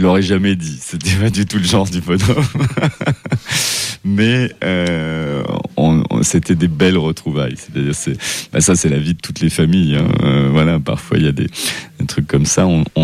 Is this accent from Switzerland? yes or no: no; Avignon, Provence-Alpes-Côte d'Azur, France; born there; Je suis né dans le Hof, à Avignon.